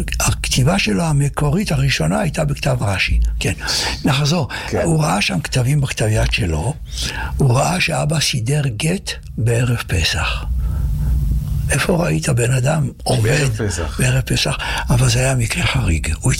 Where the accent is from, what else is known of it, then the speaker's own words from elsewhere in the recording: Petah Tikva, Central District, Israel; born there; moved away; השנתיים האלה שגדלתי בפתח תקווה